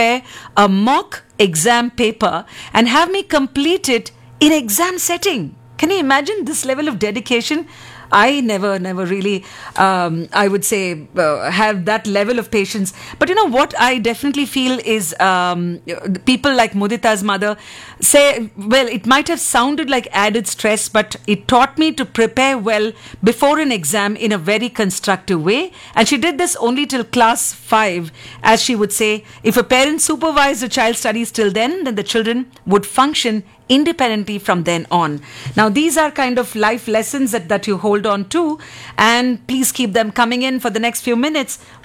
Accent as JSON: {"language": "English", "region": "Uttar Pradesh", "country": "India", "tie": "born or raised there", "said": "I remember the time when we were growing up in Uttar Pradesh"}